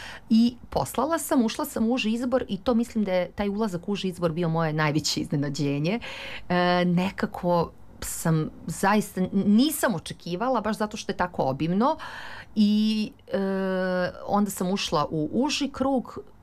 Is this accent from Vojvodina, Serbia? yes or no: no; Belgrade, Serbia; Pa Beograd jeste moj rodni grad i nekako mi je bilo nekako potpuno logično da smestim priču u Beogradu